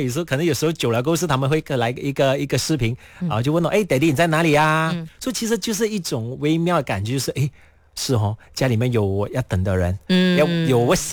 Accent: Kuala Lumpur, Malaysia; 因为我都是来自吉隆坡嘛，所以基本上我每天都是会回家的。

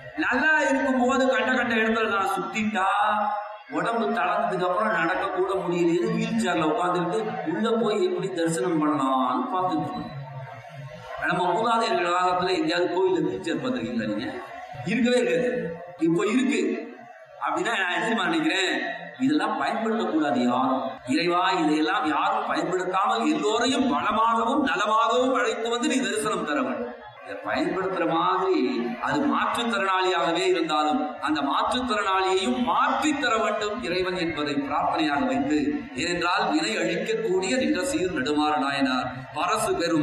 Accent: Mylapore, Tamil Nadu, India; born there; எங்கயா பிறந்தேன்னு மயிலாப்பூர்ல பிறந்தேன். நீங்க கபாலீஸ்வரன் கோயில் வந்திருக்கீங்களா சார்?

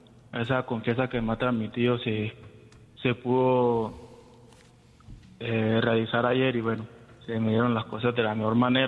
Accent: Apartadó, Antioquia, Colombia; Yo soy de Apartado, Antioquia.

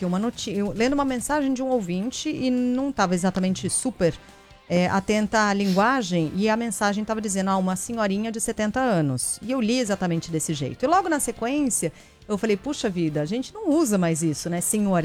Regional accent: São Paulo, Brazil; Eu sou muito paulistana pra isso.

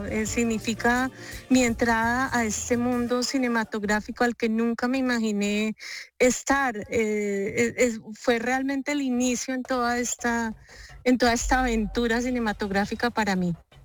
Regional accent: Choachí, Cundinamarca, Colombia; yo soy de pueblo, yo soy de Choachí, Cundinamarca, con mucho orgullo.

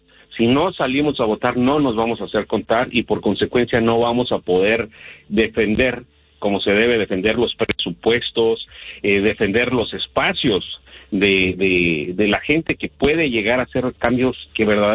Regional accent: Mexico; now in United States; como comunidad mexicana que reside en el extranjero

